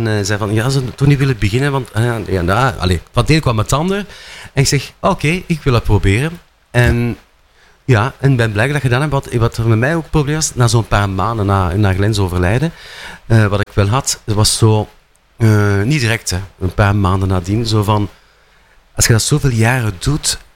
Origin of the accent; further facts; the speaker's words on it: Brussels, Brussels-Capital Region, Belgium; accent: Brabant r; Ik kom ook van Brussel trouwens, dan kun je aan mijn re horen.